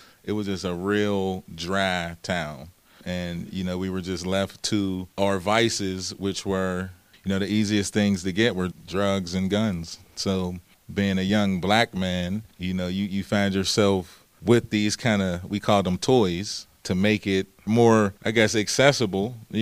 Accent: Pittsburgh, Pennsylvania, United States; also born or lived in Wilkinsburg / Homewood / Penn Hills; So I grew up there as well. And then my dad moved to Wilkinsburg. After a while, I moved and lived with him. So you could just technically say that I'm from the east side of Pittsburgh.

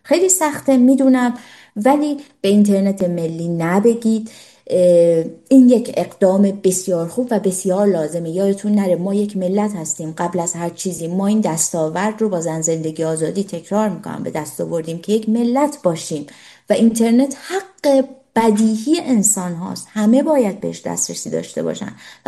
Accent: Iran; moved away; همه مایی که بیرون از ایران هستیم

